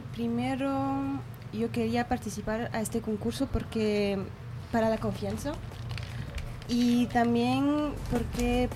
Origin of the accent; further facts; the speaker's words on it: Belgium; born there; Spanish is a second language; Nací en Bélgica, soy griega, pero en mi corazón soy ecuatoriana. Y desde pequeña soy ecuatoriana.